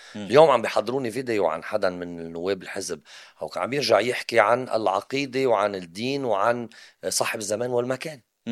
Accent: Lebanon; انا كشاب لبناني،

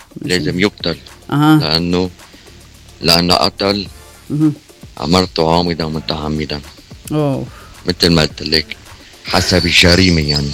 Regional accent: Tripoli, North Governorate, Lebanon; بعد من طرابلس أنا ابن طرابلس ما تخزين بها الكلمة. بدي أقول عن طوفتي. يعني كمان أنا مسلم سني.

